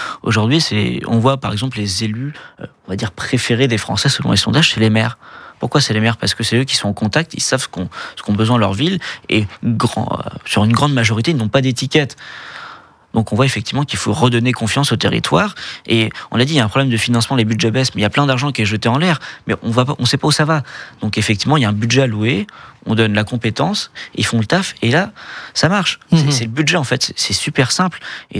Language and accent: French; France; en tant que Français